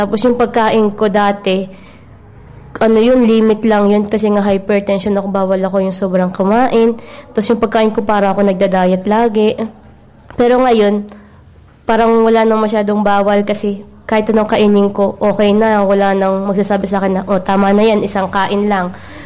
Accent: Lucban, Quezon, Calabarzon, Philippines; mula sa Lokwan, Quezon, Barangay Ayuti.

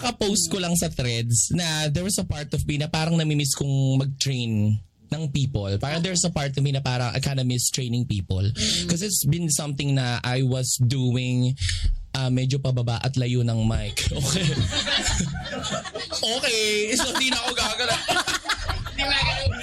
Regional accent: Marilao, Central Luzon, Philippines; Marilenyo ako, ma. Taga-Barilaw ako.

